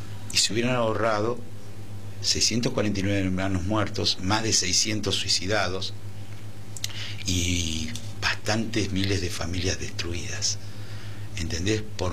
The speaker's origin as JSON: {"language": "Spanish", "country": "Argentina", "said": "somos los argentinos que tenemos que salir a reclamar lo que corresponde."}